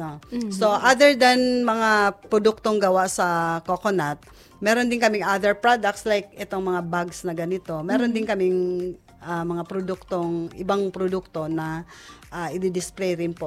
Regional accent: Sorsogon, Bicol Region, Philippines

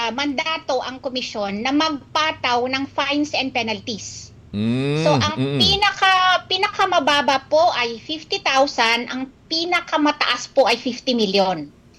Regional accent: Ilocos Region, Philippines; Taga Ilocosur po ako. Ilocano po

